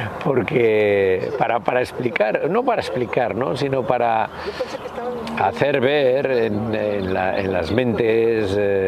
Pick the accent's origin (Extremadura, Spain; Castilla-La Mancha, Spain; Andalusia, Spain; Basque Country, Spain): Basque Country, Spain; Yo soy vasco y solo me siento va